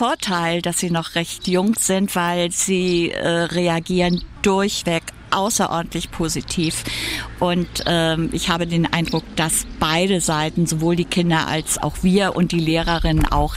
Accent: Greifswald, Mecklenburg-Vorpommern, Germany; ich komme aus Greifswald

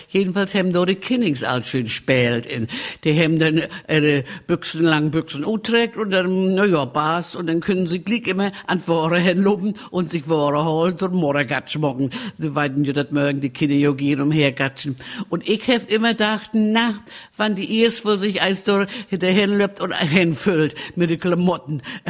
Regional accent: Malchin, Mecklenburg-Vorpommern, Germany; In unserer schönen Waldarena da in Hainholz bei uns in Malchin. Wer die Gegend kennt, der weiß ja, dass das da unten ganz schön ist. Aber für uns Malchiner sagen wir ja immer

